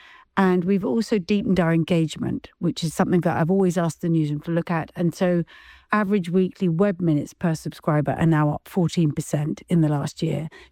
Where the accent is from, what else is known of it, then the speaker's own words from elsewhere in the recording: United Kingdom; Well, whether it's because I'm British or not, I do think when you're trying to change culture in a storied organization like the Journal, it definitely helps if you're an outsider